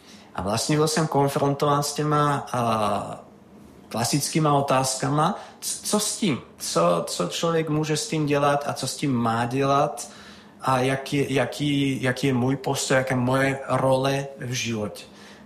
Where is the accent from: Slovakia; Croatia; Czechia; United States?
Slovakia; Trenčín, Trenčín Region